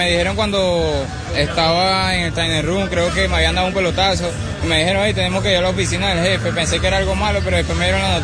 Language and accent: Spanish; Venezuela; pero también sabemos que somos venezolanos, somos fuertes y sabemos que unidos podemos salir de ese momento.